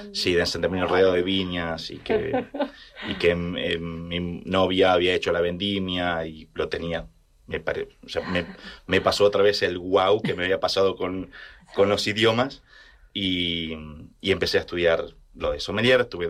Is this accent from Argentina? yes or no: yes; Argentina; moved away as an adult; now in Tarragona, Spain; Y yo soy del campo de Argentina